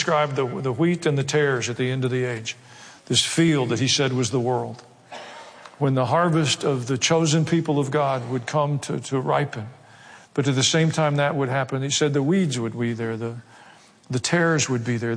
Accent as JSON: {"language": "English", "region": "Southern United States", "country": "United States", "accent": "southern", "said": "in my southern accent in their language"}